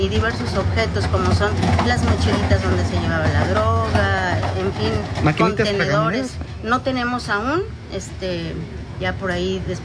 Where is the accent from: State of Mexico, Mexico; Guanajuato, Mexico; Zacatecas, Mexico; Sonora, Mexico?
Guanajuato, Mexico; Vengo de Guanajuato. Si ustedes saben, el índice delictivo de Guanajuato es muchísimo mayor